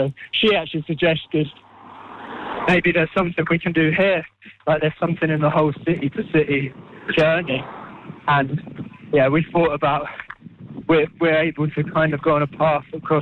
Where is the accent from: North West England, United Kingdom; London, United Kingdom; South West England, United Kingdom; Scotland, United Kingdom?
London, United Kingdom; I'm from London